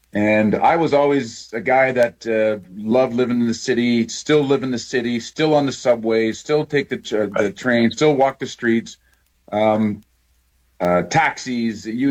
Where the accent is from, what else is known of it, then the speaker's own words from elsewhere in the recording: Canada; now in New York, United States; For me, being a Canadian, adopted son of New York